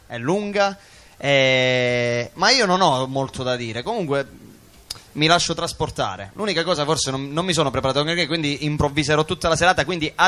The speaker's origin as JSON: {"language": "Italian", "town": "Praia a Mare", "region": "Calabria", "country": "Italy"}